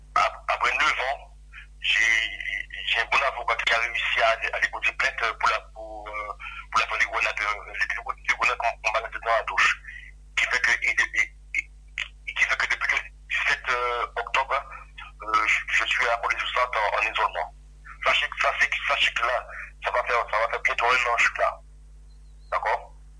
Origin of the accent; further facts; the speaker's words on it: Guadeloupe; now in France; moi, je suis un Guadeloupéen et j'ai le mental.